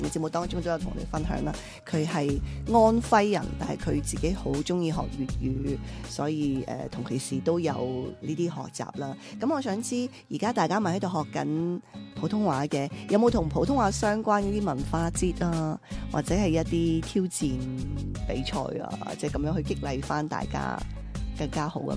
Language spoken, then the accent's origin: Cantonese; Guangdong, China; accent: Cantonese accent; 我就作為廣東人，我自己講普通話都覺得係有呢個廣東口音嘅，係啊，其實都一樣，因為我哋講粵語區嘅。